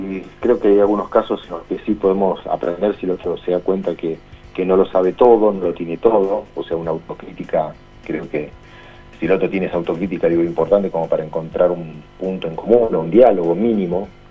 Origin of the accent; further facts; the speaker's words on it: Argentina; somos muy argentinos, o somos bastante argentinos, ¿no?